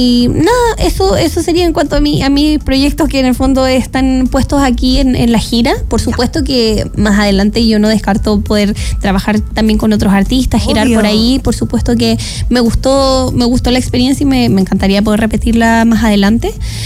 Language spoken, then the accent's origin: Spanish; Valdivia, Los Ríos, Chile; yo soy de Valdivia.